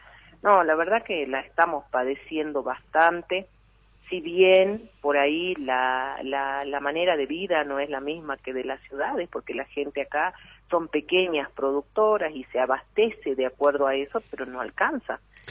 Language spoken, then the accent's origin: Spanish; Humahuaca, Jujuy, Argentina; agradezco a mi pueblo Humahuaca, somos 20.000 habitantes en Humahuaca